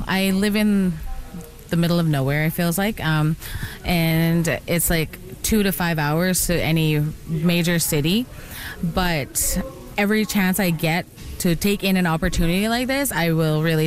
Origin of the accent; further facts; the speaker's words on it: White Bear First Nations, Saskatchewan, Canada; I'm from White Bear First Nations in Southeast Saskatchewan.